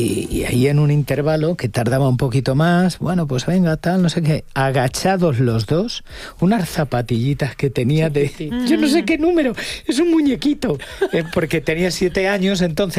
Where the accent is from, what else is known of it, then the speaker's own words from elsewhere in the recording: Castilla-La Mancha, Spain; Es mi tierra.